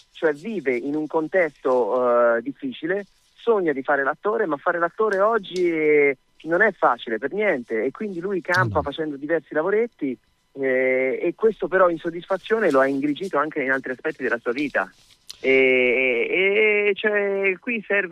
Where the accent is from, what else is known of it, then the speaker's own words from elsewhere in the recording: Tuscany, Italy; io sono cresciuto in Toscana